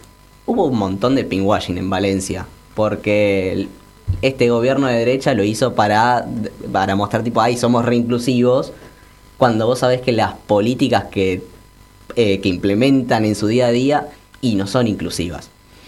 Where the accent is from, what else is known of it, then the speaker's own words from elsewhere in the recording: Argentina; La mayor parte de las personas trans que vamos somos los argentinos